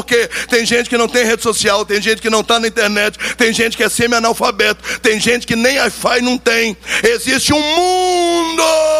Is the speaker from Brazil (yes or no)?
yes; Minas Gerais, Brazil; eu sou de Minas